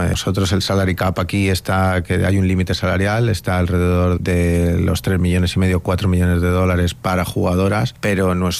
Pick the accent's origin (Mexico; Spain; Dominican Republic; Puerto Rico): Spain; Que me gustaría, como español y como persona de fútbol, como yo digo, de barrio